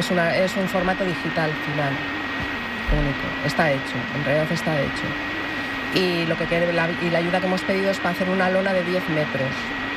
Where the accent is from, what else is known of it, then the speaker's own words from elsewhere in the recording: Sestao, Basque Country, Spain; Somos todas mujeres de Sestao vinculadas al municipio.